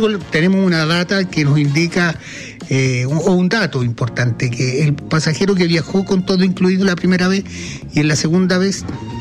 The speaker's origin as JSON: {"language": "Spanish", "country": "Chile"}